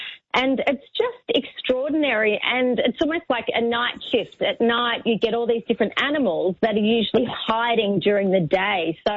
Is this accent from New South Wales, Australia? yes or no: no; Western Port, Victoria, Australia; I grew up on Western Port